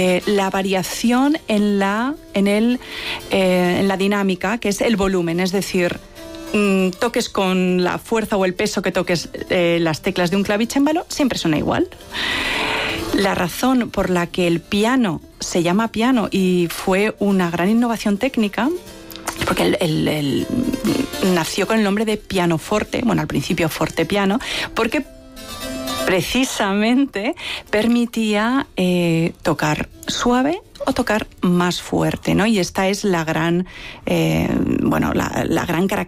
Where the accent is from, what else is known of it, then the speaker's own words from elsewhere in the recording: Valencian Community, Spain; además de mi tierra, valenciano.